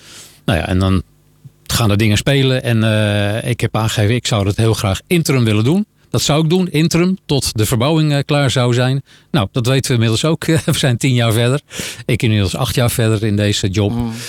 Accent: Amsterdam, North Holland, Netherlands; born there; now in Baarn, Netherlands; Geboren in Amsterdam. Kom eigenlijk al sinds mijn geboorte in Baren. Omdat mijn opa en oma hier een bedrijf hadden.

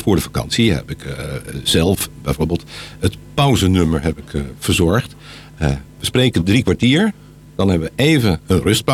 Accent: Leiden, South Holland, Netherlands; born there; Ik ben geboren in Leiden.

